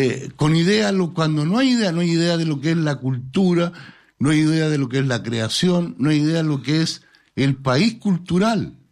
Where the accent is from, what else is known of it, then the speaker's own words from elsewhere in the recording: Chile; Yo soy hijo de inmigrantes árabes, que llegaron en 1914. Somos chilenos recién.